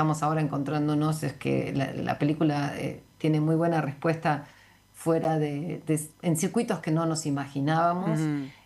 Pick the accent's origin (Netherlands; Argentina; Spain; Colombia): Argentina; Rosario, Santa Fe; also born or lived in Paraná, Entre Ríos, Argentina; yo nací en Paraná y crecí en Rosario, o sea, las dos orillas de ese río.